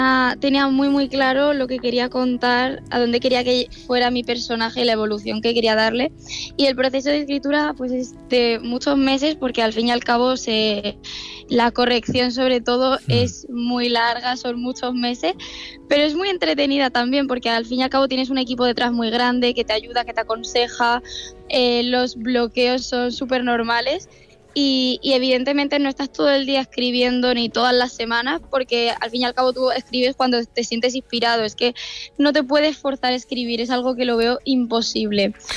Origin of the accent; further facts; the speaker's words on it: Murcia, Region of Murcia, Spain; De Murcia capital, exactamente. De centro.